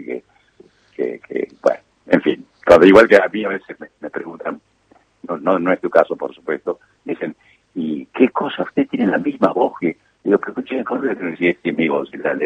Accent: Argentina; yo soy hijo de uruguayo, soy uruguayo argentino.

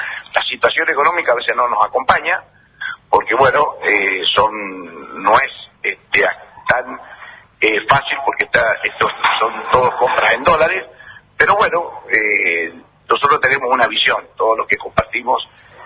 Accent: Mendoza, Argentina; soy de la provincia de Mendoza, es la primera vez que estoy acá en Esquel

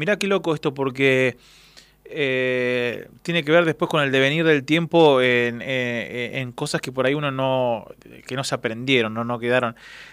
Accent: Patagonia, Argentina; moved away; éramos chicos, tenía un amigo, un compañero de la facultad que era, de la, perdón, la facultad no, del colegio secundario, imagínate allá en la Patagonia, no llegaban muchas cosas

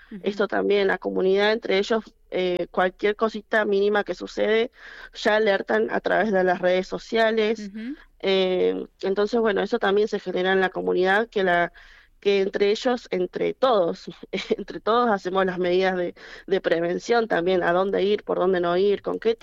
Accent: Caleta Olivia, Santa Cruz, Argentina; No, la verdad, y más para uno que es de acá y vive acá y te preguntan, o vas a tal lado, ¿de dónde sos de Caleta?

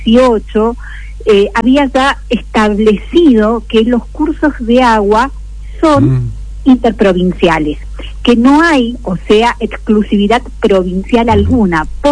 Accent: Mendoza, Argentina; qué vamos a hacer como mendocinos ante esta postura reiterada que tiene La Pampa respecto a los recursos hídricos

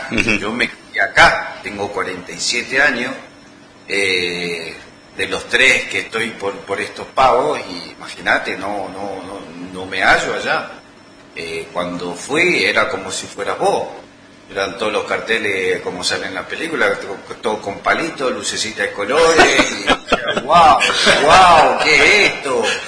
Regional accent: San Rafael, Mendoza, Argentina; born there; also born or lived in South Korea; acá de San Rafael, de nuestra cordillera, de la parte de Malargüe, que yo amo, chivateo mucho, como digo yo, chivateo mucho por Malargüe.

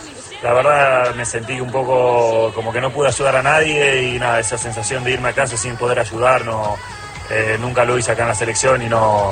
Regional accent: Argentina; como todo argentino, que por más que no tenga lo que tengan los europeos, nosotros siempre tratamos de ser felices y damos siempre un poco más.

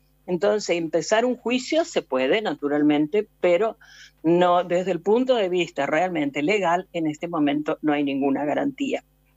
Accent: Argentina; así como lo hacemos en Argentina, siendo ciudadanos argentinos, tenemos que hacerlo también en Italia

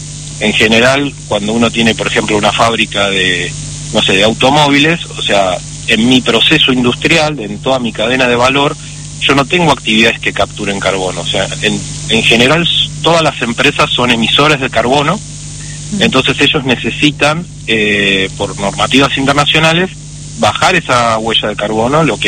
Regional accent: Argentina

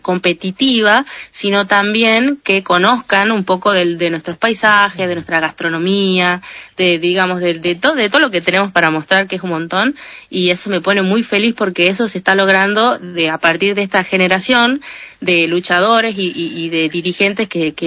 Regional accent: northern Argentina, Argentina; vos no tenés acento de Argentina, uh-huh, o no parecés argentina, y en realidad es porque soy norteña

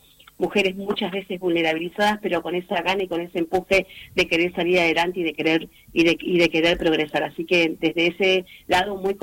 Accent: Santa Fe, Argentina; sí, somos de Santa Fe Capital, capital de la cumbia santafesina principalmente, pero también mucho, mucho folclore.

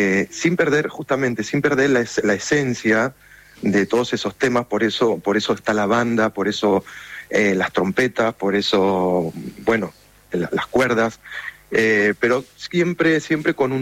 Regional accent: Lanús, Buenos Aires Province, Argentina; como bien dijiste, soy de Lanús, de Zona Sur, estudié en Banfield, en el Conservatorio Julián Aguirre, hice la carrera de piano ahí

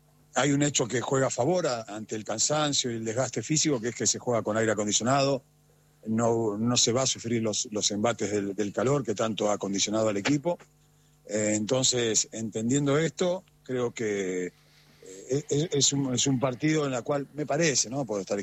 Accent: Argentina; todos los argentinos.

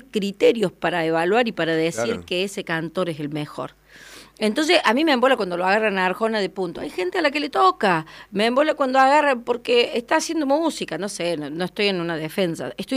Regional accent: Argentina; nos tocó vivir como sociedad y como pueblo argentino

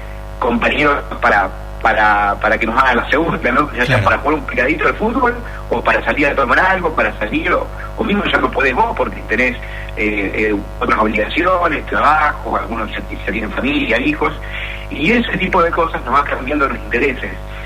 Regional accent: Bernardo de Irigoyen, Santa Fe, Argentina; moved away as an adult; also born or lived in Rosario; now in Buenos Aires, Argentina; yo me había venido recién a Buenos Aires a vivir, que vengo del interior de Rodríguez de Santa Fe.

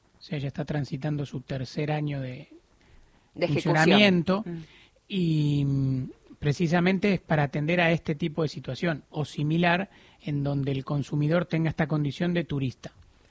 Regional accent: Argentina

